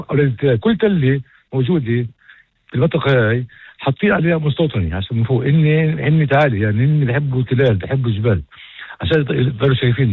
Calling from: Tamra, Northern District, Israel

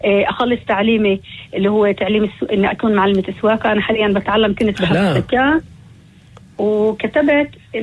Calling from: Nazareth, Northern District, Israel; معك مستمع من الناصرة

